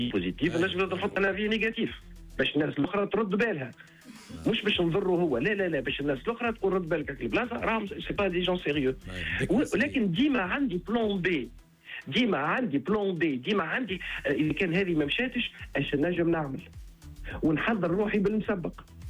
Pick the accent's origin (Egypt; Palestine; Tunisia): Tunisia; احنا راه تونسي